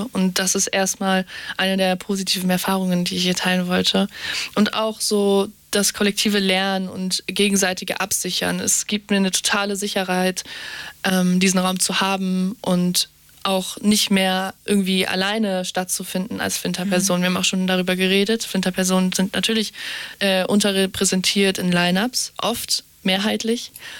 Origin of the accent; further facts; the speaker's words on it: Hamburg, Germany; wo ich wirklich den Sommer über nicht in meiner Heimatstadt war. Echt? Also in Hamburg.